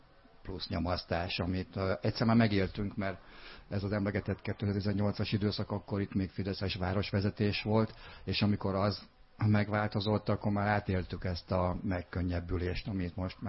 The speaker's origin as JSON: {"language": "Hungarian", "town": "Pécs", "region": "Baranya", "country": "Hungary", "said": "egyelőre így nem érzem ezt másnak, mint egy választópolgár, vagy egy pécsi ember."}